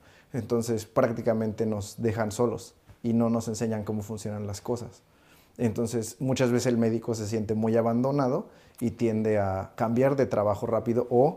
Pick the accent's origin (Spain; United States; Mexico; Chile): Mexico; now in Germany; lo cual para uno como mexicano y acostumbrado a ciudades tan grandes es muy pequeño.